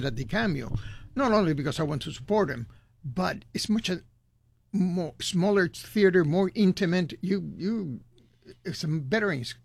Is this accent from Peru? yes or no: yes; Peru; You know, I grew up in Peru. Never been a big avid bullfighter, but I've been to bullfights. There's no way you can grow in Peru and not have seen one.